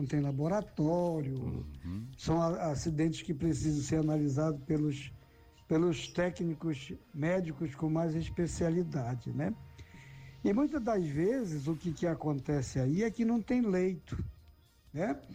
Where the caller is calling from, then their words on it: Prainha, Pará, Brazil; a gente reside mais aqui no município de Prainha